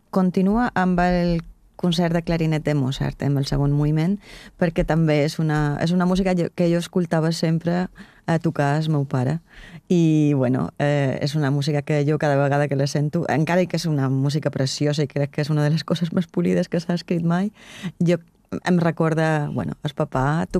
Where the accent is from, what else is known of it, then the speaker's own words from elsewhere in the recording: Cartagena, Region of Murcia, Spain; born there; Jo vaig néixer a Cartagena, com fia d'eivissencs, clar